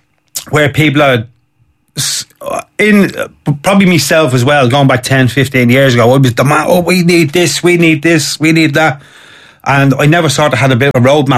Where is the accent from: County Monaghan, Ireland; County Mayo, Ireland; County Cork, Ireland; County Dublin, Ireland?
County Dublin, Ireland; Darndale; I wasn't born and bred in Darndale, but it was a 1-year-old when I moved in, and all through my lifetime and to today, there's been horses.